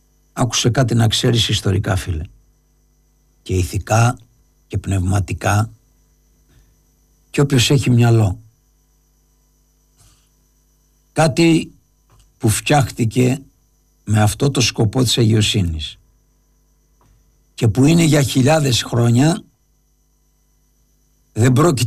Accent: Lefkada, Ionian Islands, Greece; Πάνω που είμαι από τη Λευκάδα, το ξέχασα.

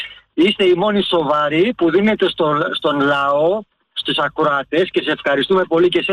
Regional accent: Trikala, Thessaly, Greece; moved away; Όπως έγινε και στη Βιολάντα, στα Τρίκαλα, στην πατρίδα μου.

